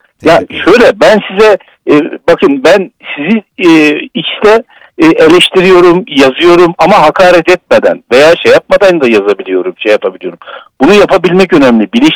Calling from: Ankara, Turkey; ben Ankara'dan.

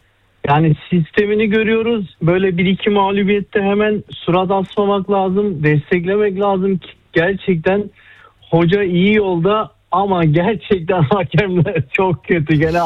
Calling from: Basel, Basel-Stadt, Switzerland; İsviçre Basel'den katılıyorum

